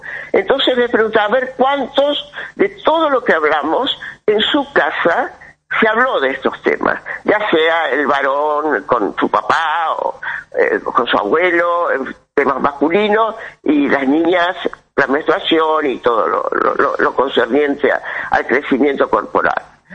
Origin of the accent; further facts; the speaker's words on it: Argentina; yo soy de Buenos Aires